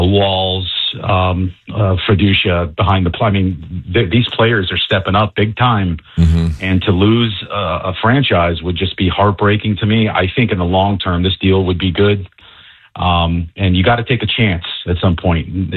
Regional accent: Tampa, Florida, United States; You know, I grew up here originally in Tampa, and everything was Yankees then.

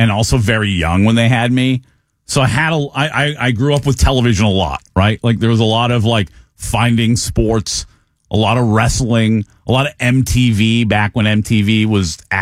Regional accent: Massachusetts, United States; I was, like, a Mets and a Giants fan growing up in Massachusetts.

